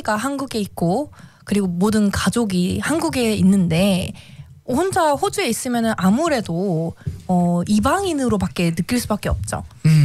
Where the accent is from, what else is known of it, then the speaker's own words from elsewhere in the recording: South Korea; now in Australia; 저희는 또 한국인의 그런 피를 가지고 있기 때문에